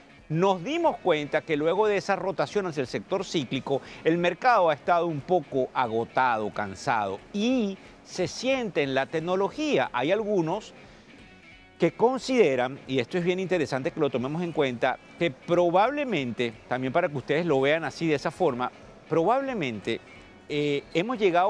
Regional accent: Venezuela; yo soy venezolano

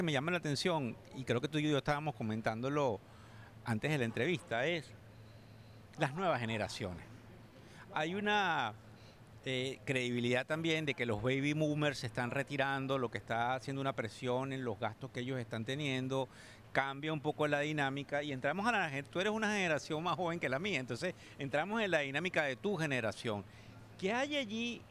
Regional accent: Venezuela; moved away; tú y yo somos venezolanos.

